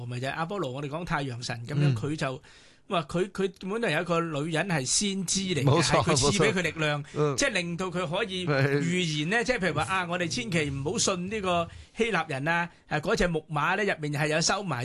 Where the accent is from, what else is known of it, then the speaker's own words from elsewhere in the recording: China; 如果用我哋中國人，你覺得簡直難以理解